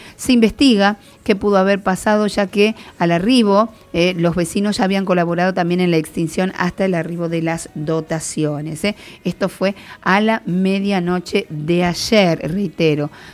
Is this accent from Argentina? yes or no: yes; Argentina; Pero vio que si no se sufre, no somos argentinos.